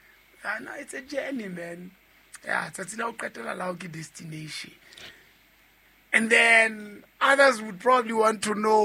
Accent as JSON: {"language": "English", "town": "Montreal", "region": "Quebec", "country": "Canada", "said": "How about a lot of my fellow and I'm from Montreal?"}